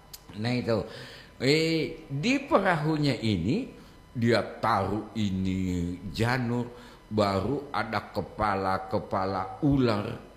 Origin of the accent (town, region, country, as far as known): Gorontalo, Indonesia